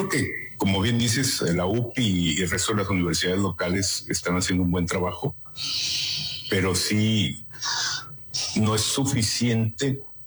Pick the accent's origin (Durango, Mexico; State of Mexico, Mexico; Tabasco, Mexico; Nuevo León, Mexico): Nuevo León, Mexico; Monterrey; moved away; Somos de Monterrey, la empresa es mundo de Monterrey, y yo personalmente hace 14 años me vine a vivir para acá, desgraciadamente por la inseguridad